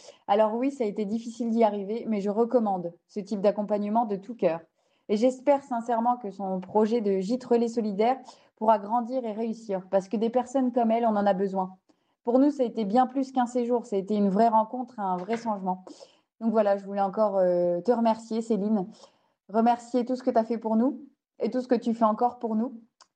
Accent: Bourgogne-Franche-Comté, France; on vient de Bourgogne. Donc, c'est à 8 heures de route de Charente.

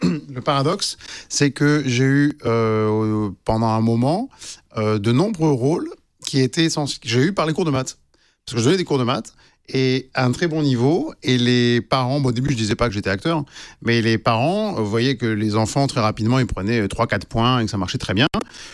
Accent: Nice, Provence-Alpes-Côte d'Azur, France; moved away as an adult; also born or lived in Lyon / Paris; now in Los Angeles, United States; je suis né à Nice, je suis né pas très loin d'ici d'ailleurs, je suis né à la Clinique Saint-Georges.

